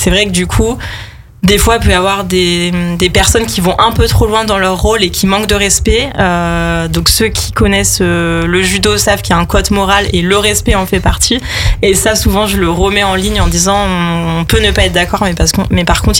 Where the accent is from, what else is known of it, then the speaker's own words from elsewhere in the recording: Auvergne-Rhône-Alpes, France; moved away as an adult; also born or lived in Niort; j'avais envie de découvrir un petit peu le reste de la France et pas juste l'Allier, qui est quand même un peu perdu au milieu de la France, hein, on peut le dire. J'ai un peu bougé. Donc, je suis partie complètement à l'opposé. Je suis partie dans l'ouest de la France.